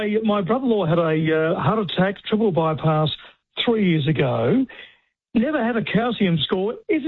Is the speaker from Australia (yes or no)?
yes; Renmark, South Australia, Australia; moved away as an adult; now in Kakadu, Australia; Yeah, well, I've been living in, I'm from Renmark, South Australia originally, but I've been living in Kakadu National Park on Aboriginal communities for the last 40 years.